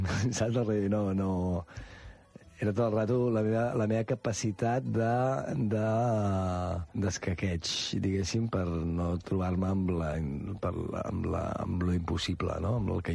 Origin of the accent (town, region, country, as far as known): Verges, Catalonia, Spain; born or raised there